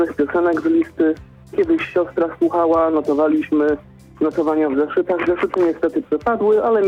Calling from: Wrocław, Lower Silesian Voivodeship, Poland; Z Wrocławia.

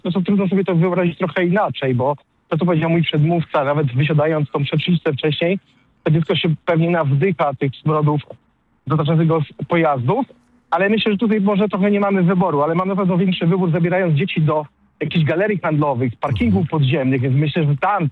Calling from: Kraków, Lesser Poland, Poland; Ja dzwonię z Krakowa

